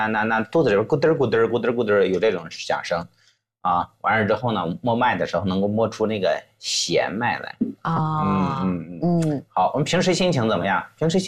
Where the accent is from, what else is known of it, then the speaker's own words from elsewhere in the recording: China; 那对于我们中国人而言的话呢，我们喜欢相对这个丰盛一点，